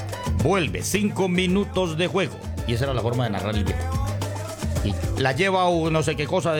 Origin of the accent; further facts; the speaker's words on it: Colombia; Me está preguntando en serio que nosotros como colombianos y de a pie también nos sancionan si nos ponemos la camiseta.